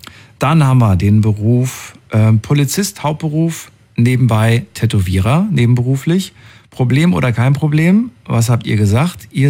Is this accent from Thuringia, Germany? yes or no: yes; Thuringia, Germany; Früher, also bin ja aus Thüringen und so weiter. Und da war FKK ganz normal, ne, in der ehemaligen DDR.